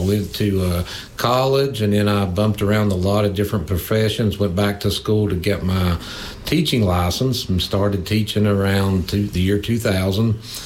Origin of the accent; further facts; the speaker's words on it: United States; I grew up here in Smith County. I've lived here pretty much all my life. I have went to Chilhowee Elementary School, then attended a year at the old high school back in the day when seventh grade was there, then moved on to Chilhowee High School, graduated